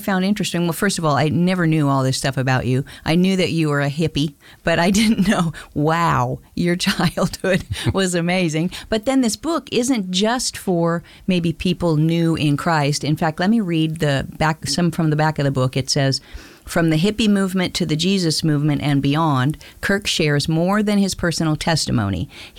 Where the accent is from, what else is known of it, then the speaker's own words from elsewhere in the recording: California, United States; but I grew up in California in the 60s.